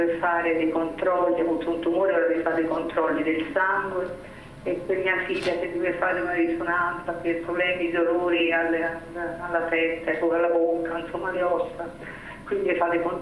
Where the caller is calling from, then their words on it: Florence, Tuscany, Italy; siamo da Firenze.